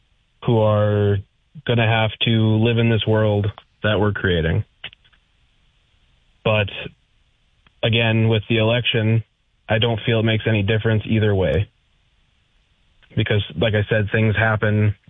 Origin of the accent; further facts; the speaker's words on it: Grand Forks, North Dakota, United States; I'm from Grand Forks originally